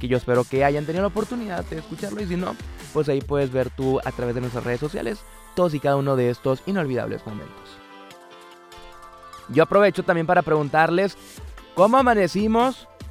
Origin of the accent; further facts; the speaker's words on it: Mexico; A nosotros como mexicanos siempre nos ha gustado celebrar.